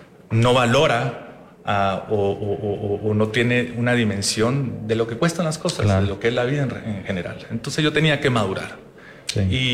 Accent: Guatemala; moved away as an adult; now in Houston, United States; yo crecí aquí en Guatemala, hice mis estudios aquí en Guatemala, tuve muy buena educación, muy buena familia, muy buenos padres.

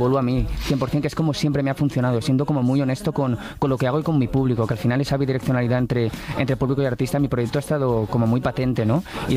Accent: Valencian Community, Spain; Bueno, estoy intentando aprender a hacer paella ya, como buen valenciano

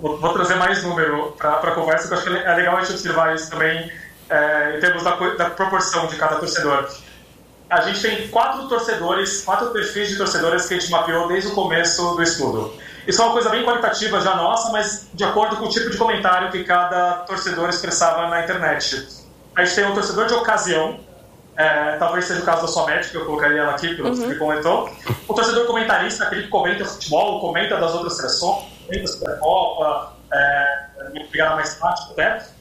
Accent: Brazil; eu, como brasileiro fã de futebol

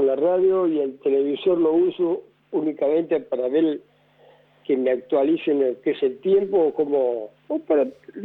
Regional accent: Córdoba, Argentina; Pero no, yo soy del barrio Alta Córdoba.

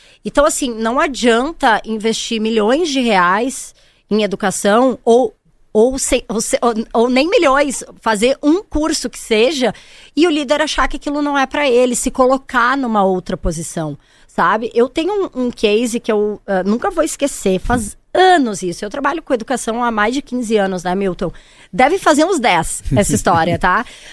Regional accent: Rio Grande do Sul, Brazil; Eu sou gaúcha, né, como todos puderam perceber pelo meu sotaque.

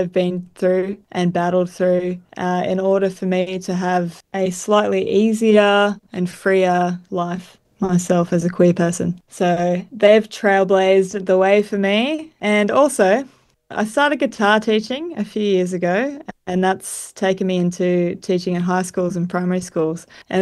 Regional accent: Grafton, New South Wales, Australia; I grew up just outside of Grafton.

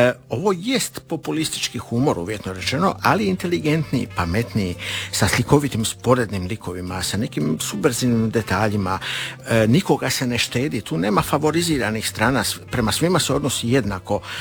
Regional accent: Dalmatia, Croatia; Ja sam iz Dalmacije, vi iz Istre, prema tome poznati su vam zvukovi.

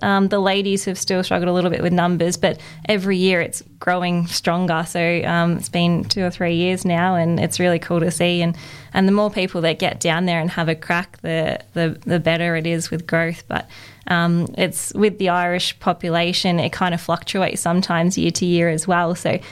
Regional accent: Gisborne, Victoria, Australia; moved away as an adult; also born or lived in Geelong; now in Ballarat, Australia; I've been in Ballarat for 6 years now, but I grew up in Gisborne, so not too far, and then was in Geelong for about 6 years when I was at university as well.

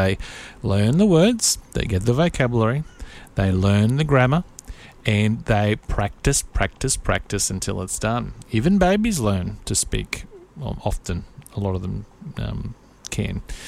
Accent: Australia; So obviously we speak English in Australia

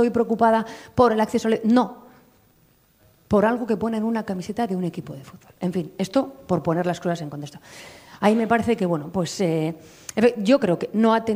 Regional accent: Navarre, Spain; mira, los navarros somos plurales, diversos, navarros que se sienten vascos, navarros que se sienten del mundo

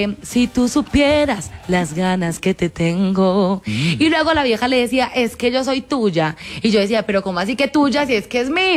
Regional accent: Colombia; A ver, yo amo Colombia, yo soy colombiana.

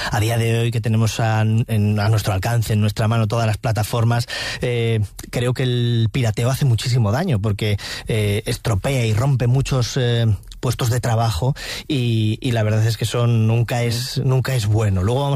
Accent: El Bierzo, Castile and León, Spain; born there; moved away as an adult; yo en los 2000 acababa de llegar me acababa de ir de mi tierra, del Bierzo

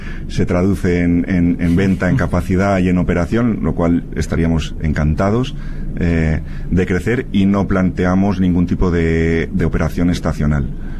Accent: Mallorca, Balearic Islands, Spain; Yo soy de Mallorca.

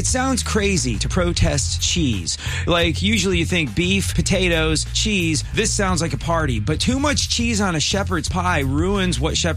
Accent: England, United Kingdom; now in United States

